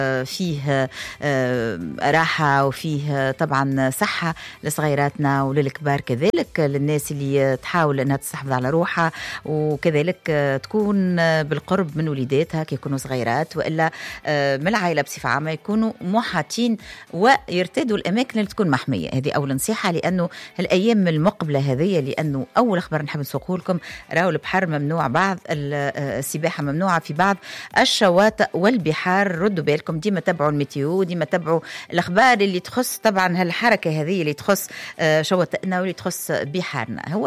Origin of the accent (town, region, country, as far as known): Tunisia